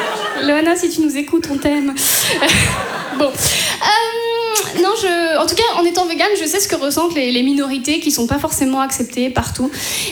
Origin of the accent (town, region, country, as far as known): Brittany, France; moved away